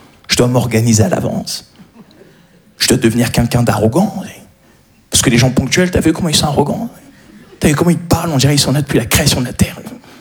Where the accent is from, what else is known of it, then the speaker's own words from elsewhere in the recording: Paris, Île-de-France, France; Je suis un Parisien, voilà ce que je suis.